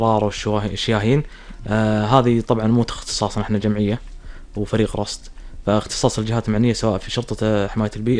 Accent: Kuwait; في الرقيعي عندنا بالكويت اكثر من نوع

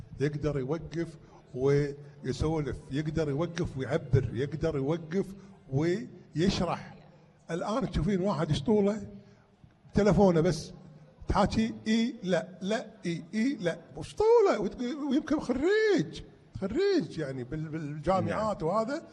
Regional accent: Kuwait

